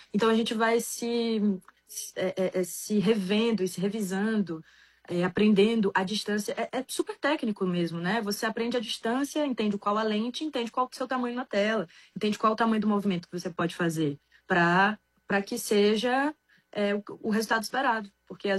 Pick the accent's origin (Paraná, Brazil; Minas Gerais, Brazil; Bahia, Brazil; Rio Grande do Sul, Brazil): Bahia, Brazil; also born or lived in Salvador; now in Rio de Janeiro, Brazil; Eu sou do interior, quer dizer, nasci na capital, nasci em Salvador e cresci no interior.